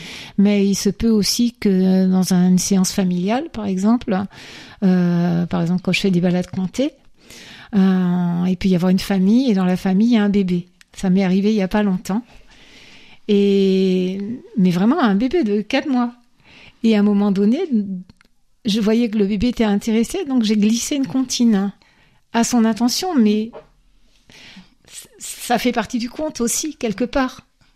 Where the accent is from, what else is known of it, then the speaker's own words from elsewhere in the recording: Lorient, Brittany, France; moved away; also born or lived in south of France; je suis née à Lorient, j'ai grandi à Lorient et j'ai fait le choix de revenir vivre en Bretagne il y a 7 ans